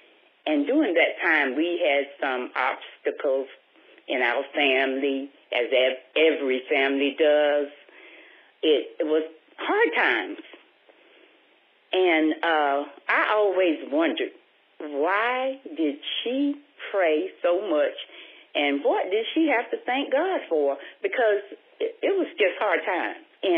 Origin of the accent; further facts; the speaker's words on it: Winterville, North Carolina, United States; We grew up in the small town of Winterville, North Carolina. It's located near Greenville, North Carolina. It's a very small town.